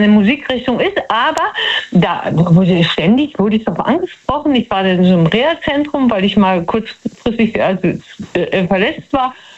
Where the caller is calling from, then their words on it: Betzdorf, Rhineland-Palatinate, Germany; Aus Betzdorf.